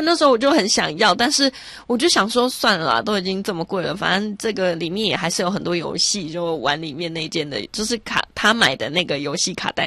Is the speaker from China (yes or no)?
no; Taiwan; 可是我身为一个台湾人竟然现在才认识它。